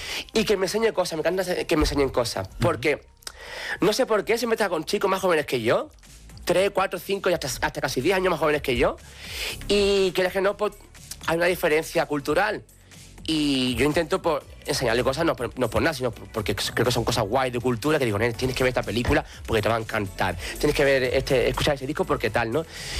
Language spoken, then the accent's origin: Spanish; Alcalá de los Gazules, Andalusia, Spain; yo vivía entonces aún en mi pueblo, en Alcalá de los Gazules.